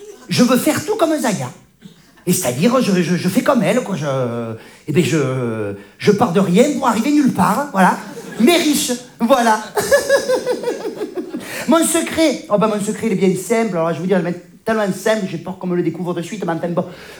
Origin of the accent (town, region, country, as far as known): Provence-Alpes-Côte d'Azur, France